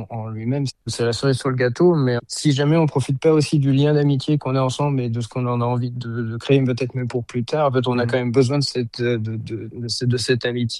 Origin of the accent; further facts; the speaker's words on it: Grand Est, France; le festival du Saulnois, qui est bah, pour moi ma région natale.